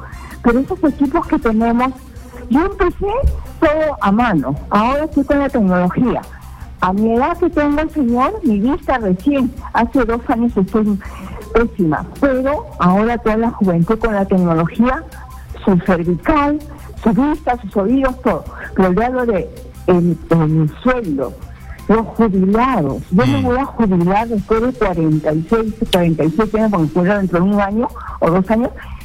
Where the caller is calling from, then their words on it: Chaclacayo, Lima, Peru; ya lo de la zona de Chaclacayo.